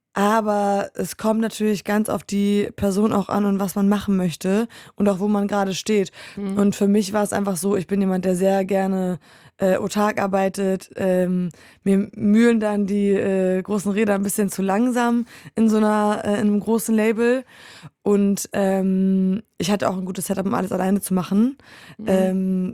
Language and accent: German; Poland; born there; moved away; ich habe relativ wenig Akzent, dadurch, dass ich da groß geworden bin